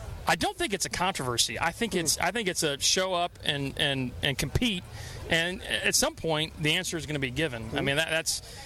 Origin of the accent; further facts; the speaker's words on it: Iowa City, Iowa, United States; born there; No, I was born in Iowa City.